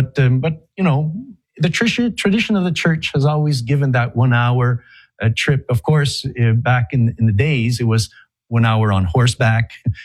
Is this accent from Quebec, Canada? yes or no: yes; Chicoutimi, Quebec, Canada; I am. I'm French Canadian. I'm actually from a place called Saguenay, Lake St. John, a city called Chicoutimi, north of Quebec City. And very, very Catholic origins